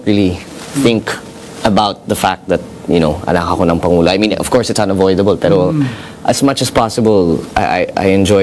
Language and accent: Tagalog; United Kingdom; Wala. Lumaki kami sa UK. Football kami.